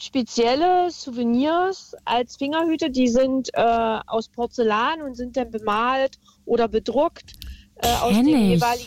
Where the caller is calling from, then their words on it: Saxony-Anhalt, Germany; Ich bin aus der Nähe von Magdeburg.